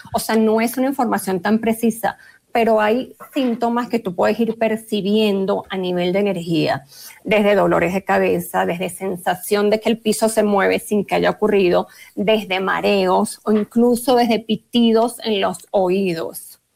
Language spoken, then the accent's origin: Spanish; Venezuela; moved away as an adult; now in Colombia; antes de venir a Colombia, yo soy venezolana, pero ya tengo 16 años viviendo acá.